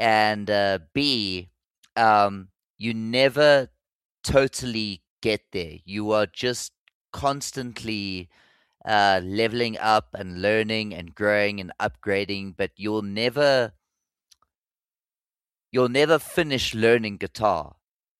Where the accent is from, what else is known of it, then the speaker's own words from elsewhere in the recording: Zimbabwe; now in South Africa; because when I moved here from Zimbabwe, in my neighborhood, I can confidently say I was the best guitarist.